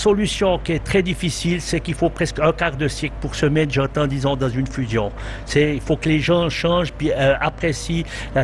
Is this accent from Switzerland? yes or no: yes; Péry, Bern, Switzerland; Non, je suis de Péry.